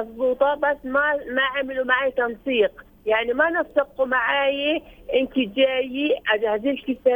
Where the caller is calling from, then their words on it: Hebron, West Bank, Palestine; انا من الخليل